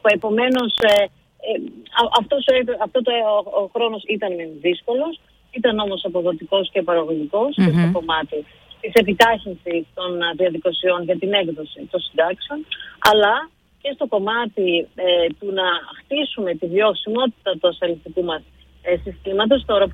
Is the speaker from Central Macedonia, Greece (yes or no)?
yes; Thessaloniki, Central Macedonia, Greece; Προφανώς είναι από τη Θεσσαλονίκη, είναι η πόλη μου, είναι οι άνθρωποι μου εδώ.